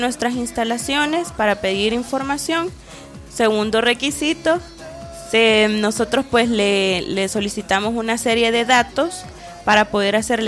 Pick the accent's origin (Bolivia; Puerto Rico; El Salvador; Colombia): El Salvador; como buen salvadoreño podemos decirlo.